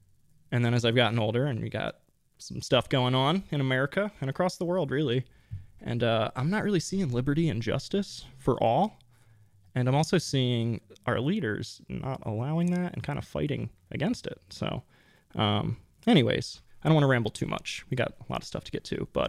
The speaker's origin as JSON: {"language": "English", "town": "Baltimore", "region": "Maryland", "country": "United States", "tie": "born or raised there", "moved": "yes", "said": "I grew up on the mainland in Baltimore"}